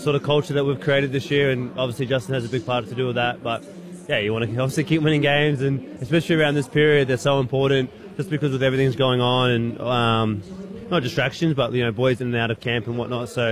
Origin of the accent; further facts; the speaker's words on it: Queensland, Australia; Yeah, it is a good couple of days to be a Queenslander.